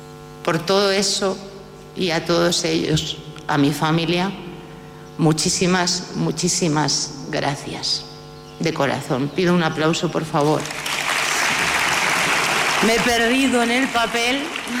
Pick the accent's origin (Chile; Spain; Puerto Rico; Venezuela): Spain; La Rioja; por recibir hoy el abrazo inmenso de mi tierra, La Rioja, en forma de reconocimiento